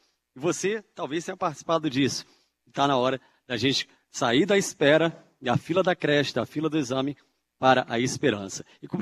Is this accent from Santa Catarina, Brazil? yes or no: no; Brasília, Federal District, Brazil; professor, tenho 41 anos, sou casado com a Marcela, nasci em Brasília, aqui eu construí a minha vida.